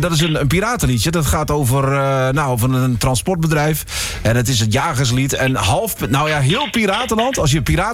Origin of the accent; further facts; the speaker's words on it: Netherlands; We zijn Nederlanders.